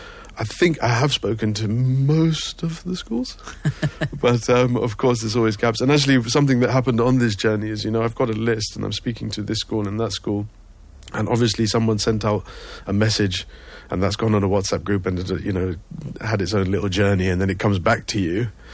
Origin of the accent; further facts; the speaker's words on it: United Kingdom; moved away as an adult; now in Cape Town, South Africa; I'm from the UK originally.